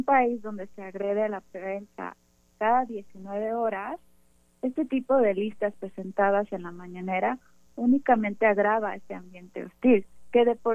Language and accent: Spanish; Mexico